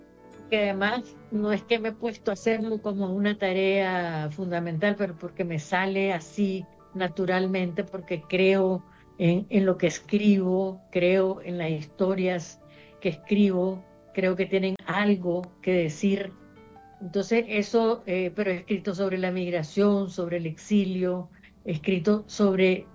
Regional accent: Nicaragua; moved away; soy la primera mujer centroamericana que gana este premio, la primera persona de Nicaragua

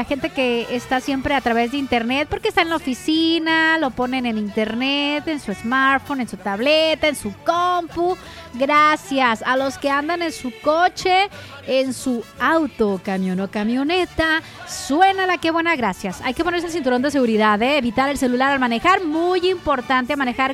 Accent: Culiacán, Sinaloa, Mexico; Y que se note que somos de Culiacán, Sinaloa.

